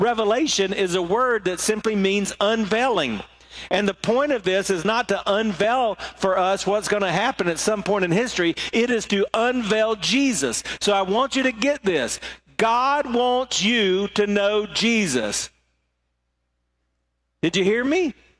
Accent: the South, United States; I grew up in the South

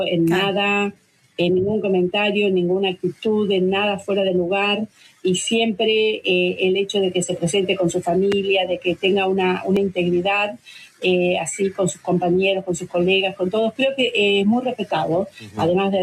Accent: Argentina; moved away as an adult; also born or lived in Buenos Aires; now in Sheffield, United Kingdom; Vengo de un país donde el fútbol se juega con las manos. Y todos me decían, argentino.

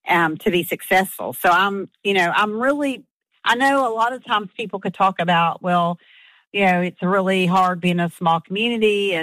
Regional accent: Glades County, Florida, United States; I was raised in Glades County. I went to school kindergarten through 12th grade in Glades County.

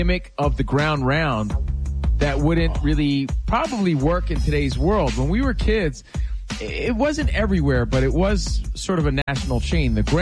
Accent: East Coast, United States; Oh, Rich remembers that because we grew up on the East Coast.

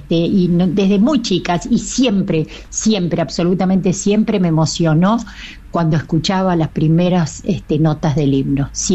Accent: Buenos Aires, Argentina; Y desde muy chica, pero muy chica, vivíamos en una casa en la calle Agüero, acá en la ciudad de Buenos Aires

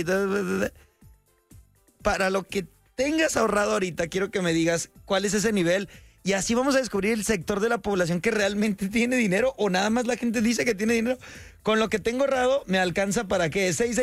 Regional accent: Tijuana, Baja California, Mexico; Los que somos de TJ, de toda la vida, estamos como ya, que se vaya el calor.

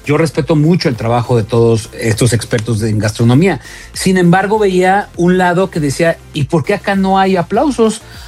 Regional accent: Nezahualcóyotl, State of Mexico, Mexico; Yo soy oriundo de Ciudad Neza, Hualcoyotl, del Estado de México.

